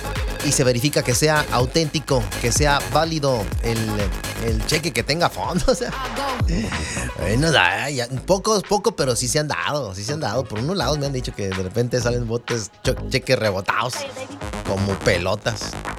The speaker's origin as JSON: {"language": "Spanish", "town": "Salamanca", "region": "Guanajuato", "country": "Mexico", "moved": "yes", "said": "Algo que sucedió en Salamanca, Guanajuato, allá en mi tierra."}